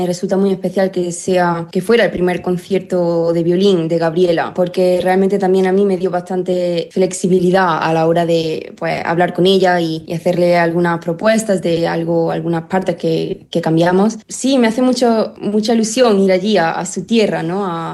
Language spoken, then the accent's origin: Spanish; Granada, Andalusia, Spain; yo vengo de Granada, que tenemos la Alhambra